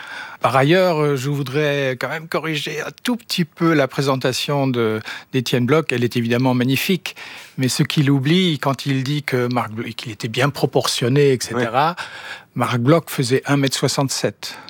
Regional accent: Germany; French is a second language; En tant qu'Allemand, je voulais d'abord travailler en plus, non pas sur les nazis comme beaucoup d'amis et de camarades

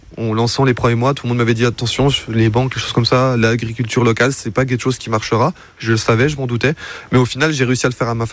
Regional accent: Épinal, Grand Est, France; born there; Je suis vosgien. Je suis pas originaire d'ici, moi je suis né à Épinal, qui est à 30 minutes d'ici. Ouais. Et moi et ma compagne, on a dû s'installer dans un petit village d'Ailé. On a de la place, on a un petit peu de voisins, on a un terrain, de la verdure, on a les champs.

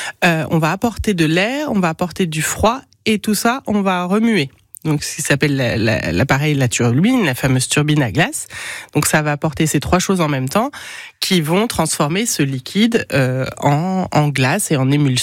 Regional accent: Bourgogne-Franche-Comté, France; avait vraiment pas de glacés pure player, comme on dit, à Dijon. Et il me tenait à cœur de revenir dans ma région d'origine.

